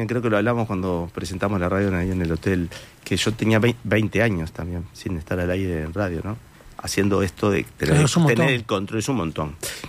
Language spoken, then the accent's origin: Spanish; Montevideo, Uruguay; born there; also born or lived in Cerro (Sellao?), Montevideo; Yo sabía que vivía en Aires Puros también, ¿eh? Nací en Aires Puros.